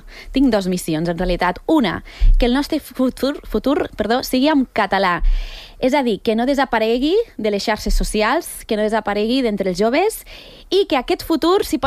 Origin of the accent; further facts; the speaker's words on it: Lleida, Catalonia, Spain; accent: Lleida; first language Catalan; sóc de Lleida, bueno, concretament del Picat. Així que el que faig és fusionar el català, que és la meva llengua d'arrel, perquè sóc catalana, amb l'anglès